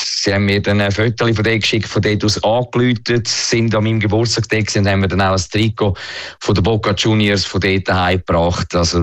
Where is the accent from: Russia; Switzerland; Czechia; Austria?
Switzerland; da bin ich für die Schweiz. Das ist mein Heimatland.